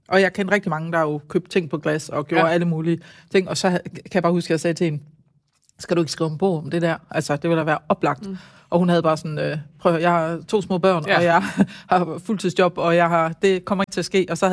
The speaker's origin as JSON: {"language": "Danish", "town": "Aarhus", "region": "Central Denmark Region", "country": "Denmark", "tie": "born there", "said": "derhjemme i Højbjerg, hvor vi har boet"}